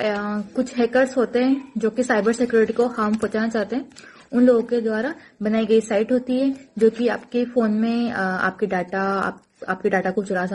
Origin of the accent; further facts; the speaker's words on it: Bhawargarh, Rajasthan, India; मैं भवरगढ़ 12 राजस्थान से हूँ।